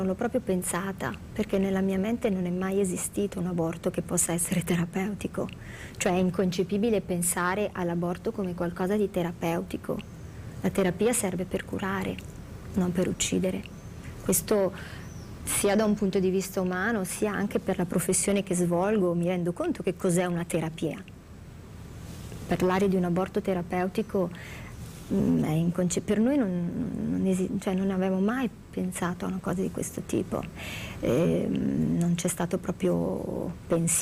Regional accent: Castelfidardo, Marche, Italy

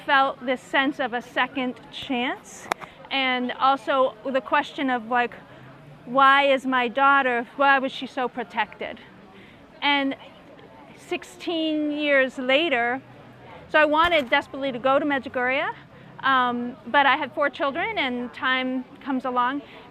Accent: Concord, New Hampshire, United States; I'm from Concord, New Hampshire.

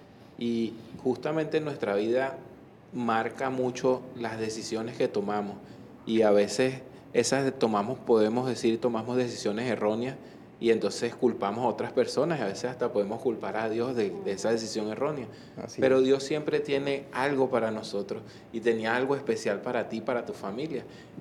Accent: Venezuela; moved away; yo trabajaba en mi país, en Venezuela

